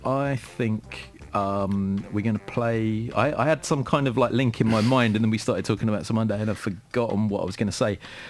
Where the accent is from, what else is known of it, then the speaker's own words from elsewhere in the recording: London, United Kingdom; born there; I was born in Wimbledon